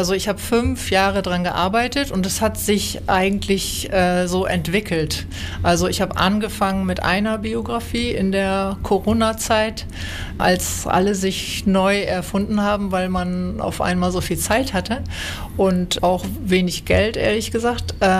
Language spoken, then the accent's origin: German; Hamburg, Germany; now in Bremen, Germany